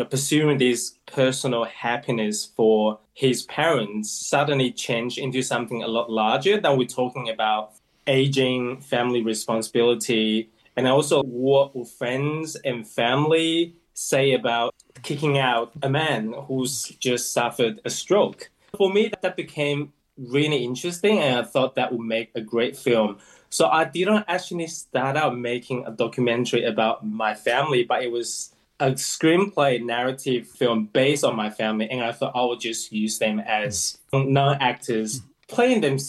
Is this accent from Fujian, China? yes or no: yes; Fujian, China; moved away; my hometown in Fujian, and that's where my mom is